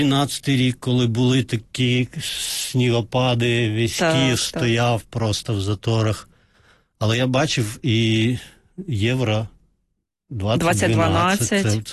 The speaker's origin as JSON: {"language": "Ukrainian", "country": "Azerbaijan", "second_language": "Ukrainian", "moved": "as an adult", "lives_now": "Ukraine"}